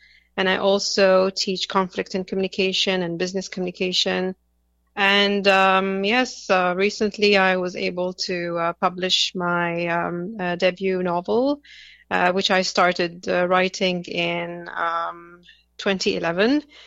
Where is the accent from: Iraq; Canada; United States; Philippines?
Iraq; moved away; I was born in Iraq and I grew up in Iraq. So I witnessed the Iraq-Iranian war and the first Gulf War.